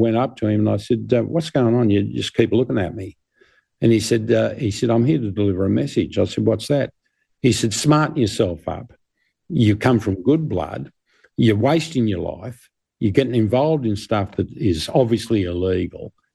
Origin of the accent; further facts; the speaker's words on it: Albury, New South Wales, Australia; I went back to my hometown of Albury, got married, working in pubs.